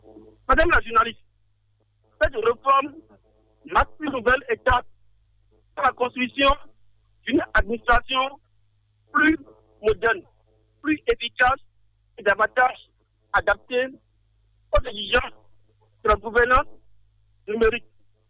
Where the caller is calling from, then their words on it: Cotonou, Littoral, Benin; Je vous appelle de Fitoagui, à Cotonou.